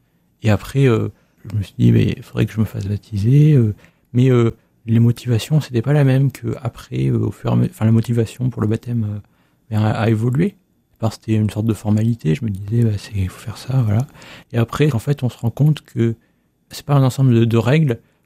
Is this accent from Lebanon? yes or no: no; Limoges, Nouvelle-Aquitaine, France; j'ai 19 ans, j'habite à Limoges, j'ai toujours habité à Limoges.